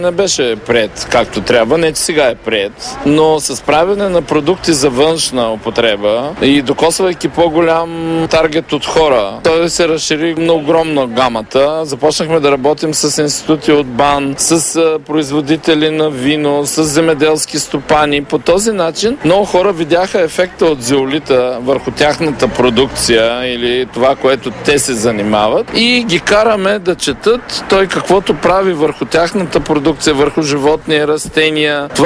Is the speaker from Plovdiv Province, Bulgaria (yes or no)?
no; Kavarna, Dobrich Province, Bulgaria; Аз съм родом от Каварна